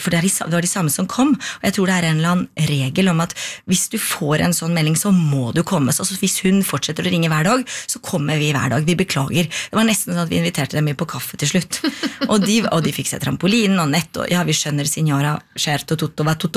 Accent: Oslo, Norway; also born or lived in Bazzano Inferiore, Italy; now in Nesodden, Norway; jeg kom jo fra Oslo, så jeg flyttet langt inn på landsbygda i Italia med hester i kjelleren og griser grisehuset utenfor

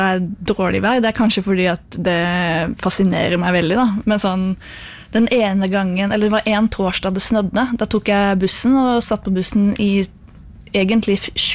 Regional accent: Hvaler, Østfold, Norway; moved away as an adult; now in Oslo, Norway; bor jeg I Oslo, litt utenfor sentrum, vel å merke. Jeg må jo puste litt. Sånn, blitt litt mer bymenneske etter jeg flyttet fra Hvaler, men liker fortsatt litt landlig omgivelse.

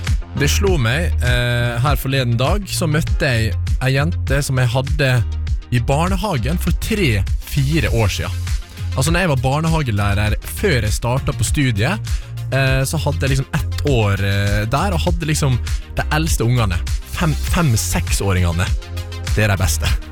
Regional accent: Flemsøy, Møre og Romsdal, Norway; moved away; jeg hadde en fastlege hjemme på Flemsøy, når jeg var liten.

